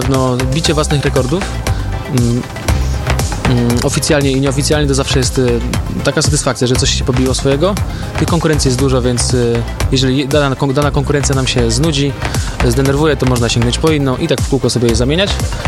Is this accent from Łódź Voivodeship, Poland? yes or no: no; Opole Voivodeship, Poland; Ja z Opolszczyzny znam może kilku takich speedcuberów, którzy jeżdżą regularnie na zawody.